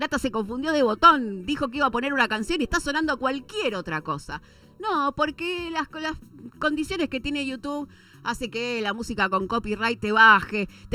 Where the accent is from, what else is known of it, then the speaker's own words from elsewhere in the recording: Argentina; como argentinos y argentinas